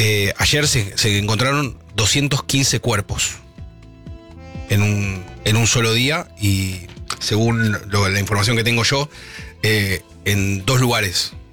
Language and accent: Spanish; González Catán, Buenos Aires Province, Argentina; A mí me encanta el litoral, me encanta. Soy de Catán.